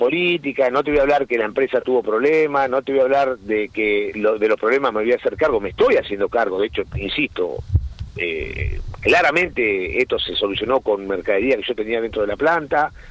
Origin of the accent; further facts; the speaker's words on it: Madrid, Community of Madrid, Spain; born there; Yo soy nacido en Madrid, en mi vida me voy a ocultar.